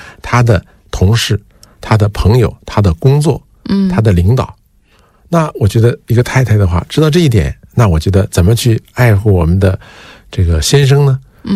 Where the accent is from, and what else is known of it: China